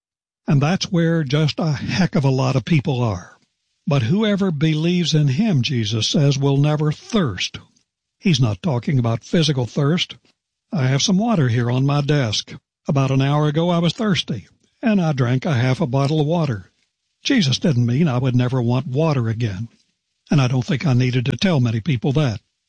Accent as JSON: {"language": "English", "region": "West Virginia", "country": "United States", "tie": "born or raised there", "said": "There was a man in my home state of West Virginia who won what seemed like zillions of dollars a few years ago in the lottery."}